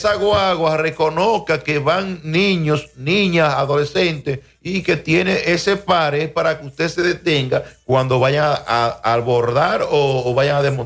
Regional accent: Dominican Republic; yo nací en Los López, al lado de la estancia infantil

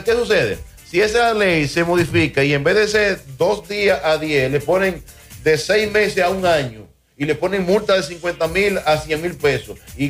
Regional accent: Dominican Republic; Yo me crié en Los López, al lado de la estancia infantil.

